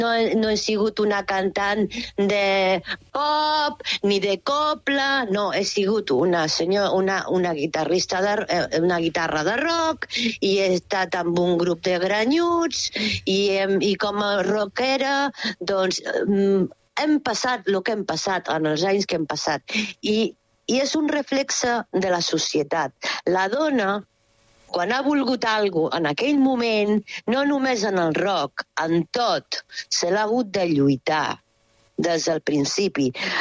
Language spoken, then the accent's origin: Catalan; Úbeda, Andalusia, Spain; accent: Empordà; Amb portanesa, però és que a més sóc d'Úbeda, eh?